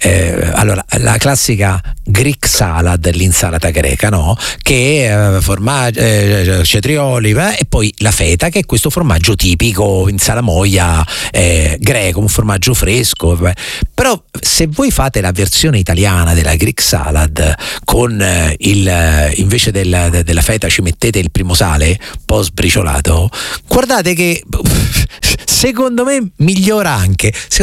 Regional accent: Morocco; Italian is a second language; now in Italy; Cioè io come marocchino, per farmi accettare, devo fare 50 volte le cose in più

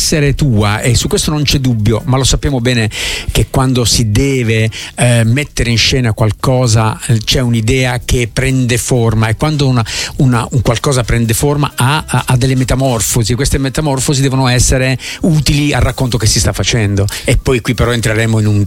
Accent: Genoa, Liguria, Italy; born there; also born or lived in Savona; Siamo a Genova, sono nato a Genova

